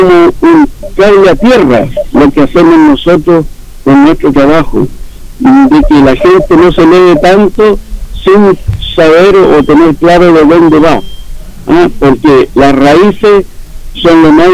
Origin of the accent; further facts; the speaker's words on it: Lolol, O'Higgins, Chile; Somos de Lolol, yo soy de Lolol